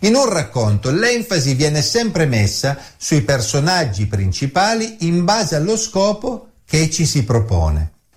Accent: Turin, Piedmont, Italy; Ma se parlo con un americano o un australiano, difficilmente essi comprenderanno se dico che vengo dal Piemonte o da Torino. Ma dovrò presentarmi a loro semplicemente come un italiano

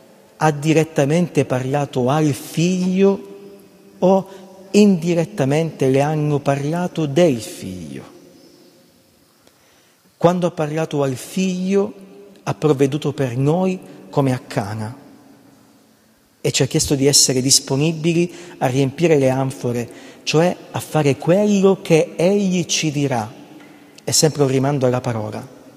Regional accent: Calabria, Italy; io sono della Calabria

